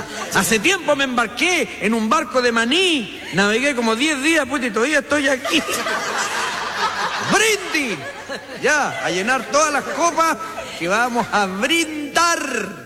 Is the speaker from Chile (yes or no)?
yes; Temuco, Araucanía, Chile; Bueno, lo que pasa es que yo soy de Temuco. Temuco es una ciudad muy bonita, oiga.